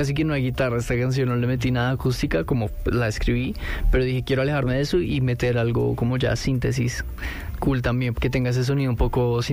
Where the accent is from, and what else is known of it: Bogotá, Colombia